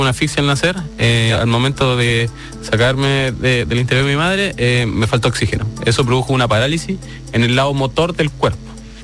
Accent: Rengo, O'Higgins, Chile; Yo nací en el 97, sí, yo estoy en Rengo, soy originario, oriundo de Rengo, la sexta región.

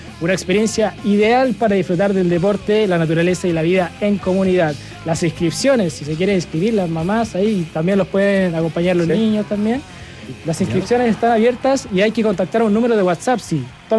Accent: Temuco, Araucanía, Chile; Yo vengo de Temuco, Temuco igual, muy bonito.

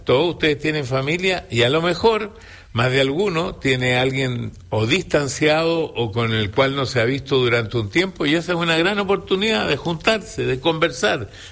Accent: Chile; cada vez que ha habido una necesidad yo he venido porque yo soy chileno.

